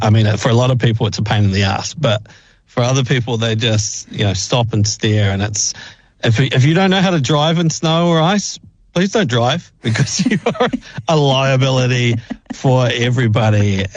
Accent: Dunedin, Otago, New Zealand; as people probably know, I grew up in Dunedin, and I only ever put socks and shoes on if I was forced to.

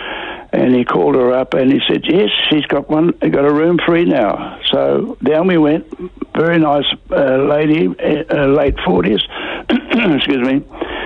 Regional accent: New Zealand; I'm from New Zealand. I'm not English and I'm not Aussie. I'm New Zealand.

